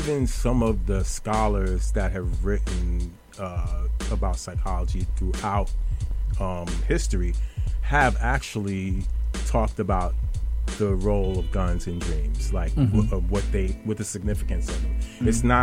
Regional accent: New York City, New York, United States; growing up in the Bronx

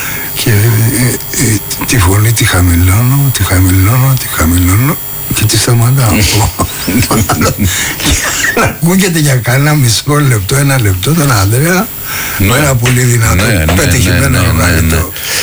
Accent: Lidoriki, Central Greece, Greece; Εγώ δεν είμαι Αρκάς, είμαι από το Λιδωρίχη, άλλο πάλι περιοχή.

